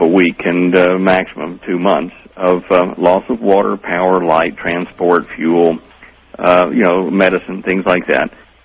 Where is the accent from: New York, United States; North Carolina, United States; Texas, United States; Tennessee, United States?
Texas, United States; Dallas; I'm from Dallas originally, ma'am.